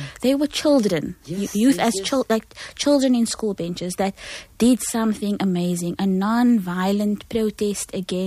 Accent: South Africa; as specifically as South African Muslim people in this community, we realize that there is so much commonality, and that instead of it being two separate things, like I'm South African and I'm Muslim

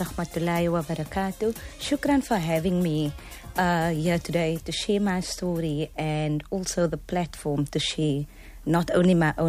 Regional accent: Lotus River, Western Cape, South Africa; I was raised in Losity, and I believe this is where everything started. So having grown up in Losity

